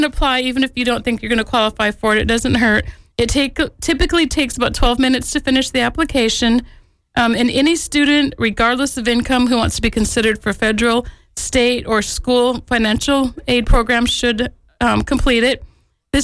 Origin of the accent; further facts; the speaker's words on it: Wisconsin, United States; moved away; also born or lived in New Mexico; I grew up in Wisconsin. I lived in New Mexico for a while, but I've been out here for 22 years, So this is home.